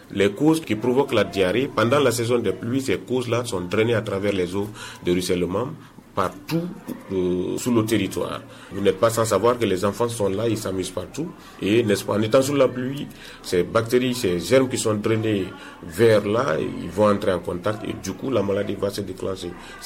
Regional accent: Guinea; chez nous en Guinée

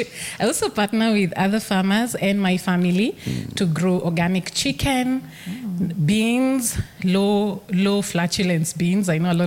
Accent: Kirinyaga County, Kenya; moved away as an adult; now in Nairobi, Kenya; I grew up in Moya, which means I had the best quality of rice growing up. Then I moved to Nairobi

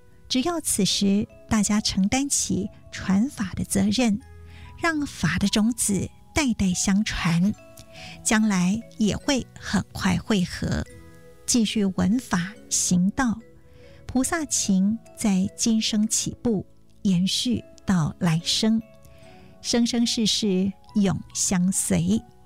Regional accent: Taiwan; born there; 我很感恩自己出生在台湾，此生的缘在台湾。

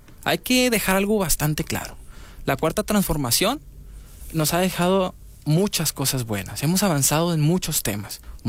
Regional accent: Culiacán, Sinaloa, Mexico; Soy de aquí, de Culiacán, uh-huh. de ahí del Soli, de la colonia Infonavit Solidaridad, okay. Ahí me crié, ahí crecí en el Soli y en el Umaya. Ahí en las calles de la calle Mercurio.

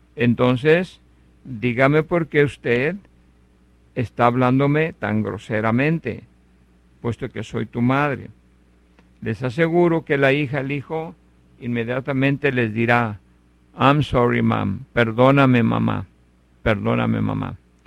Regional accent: Mexico; Para uno como mexicano, si mientras no esté uno con diabetes y eso el otro, todos los días nos gustaría comernos un pan.

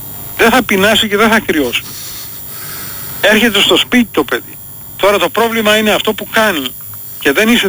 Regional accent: Macedonia, Greece; moved away as an adult; now in New Jersey, United States; εγώ το μεγάλωσα στην Ελλάδα, ήρθε 25 χρονών εδώ

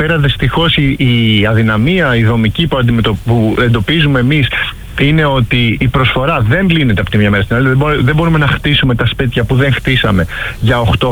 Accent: Argos, Peloponnese, Greece; εγώ είμαι από το Άργος και το έχω και πηγαίνω τους 8 μήνες το χειμώνα και τους 4 μήνες το καλοκαίρι το δίνω

